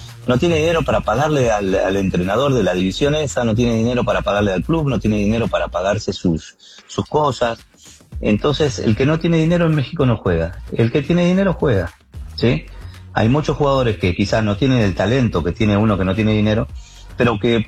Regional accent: Argentina; born there; Yo comienzo a los 5 años a jugar en Argentina.

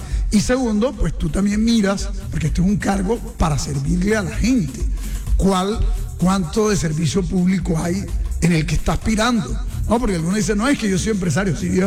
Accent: Santa Marta, Magdalena, Colombia; moved away as an adult; also born or lived in Aracataca / Bogotá; yo nací en Aracataca, pero soy criado en Santa Marta. Y para resumir la cosa, vengo de una familia de gente trabajadora.

